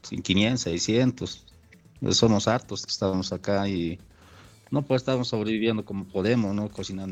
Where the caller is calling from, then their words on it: Cochabamba, Bolivia; yo, por ejemplo, soy de Cochabamba